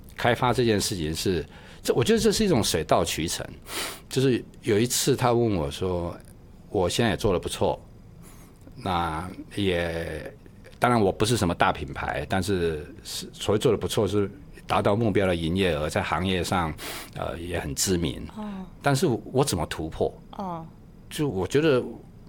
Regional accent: Taiwan; moved away as an adult; now in Mainland China; 因为我是台湾人嘛

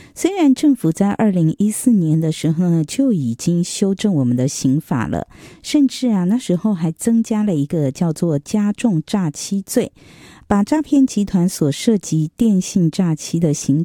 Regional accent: Taiwan; 我觉得我们台湾人还是心地善良的居多

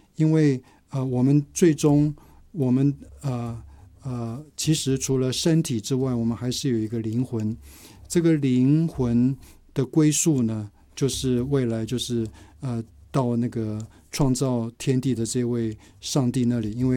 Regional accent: Taiwan; 我们的健保制度已经让我们台湾人享受了很好的一个身体的健康之外

